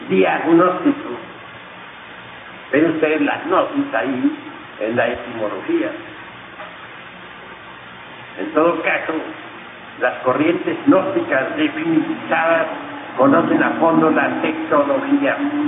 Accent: Cotija, Michoacán, Mexico; Yo soy de Cotija, Michoacán. He vivido más que todo, además en otros lugares, en distintos federales.

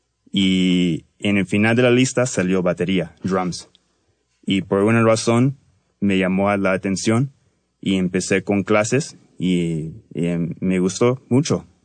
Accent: Vancouver, British Columbia, Canada; Soy de Vancouver, Canadá. Nací en Vancouver, Canadá. Mi mamá es de Lima, Perú. Mi papá es de Santiago de Chile. Y sí, es mi primera vez acá en la Ciudad de México.

